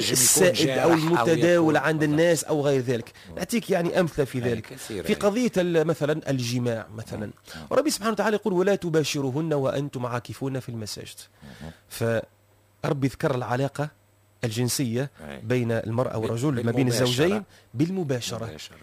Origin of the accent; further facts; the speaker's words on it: Tunisia; تجم تكون كلمة احنا عندنا في تونس مثلا في العاصمة عادية